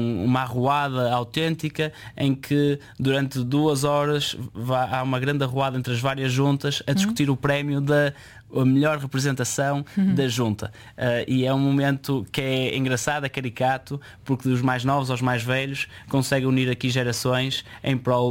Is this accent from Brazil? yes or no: no; Porto, Norte, Portugal; enquanto portuense orgulhoso